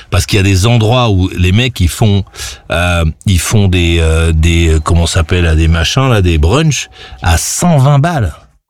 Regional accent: Coutances, Normandy, France; moi, je sais pas, je suis de Normandie.

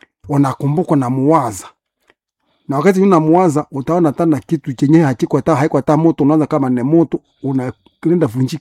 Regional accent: Butembo, North Kivu, DR Congo; born there; Kuna jamaa mingi tulizaliwa hapa Butembo.

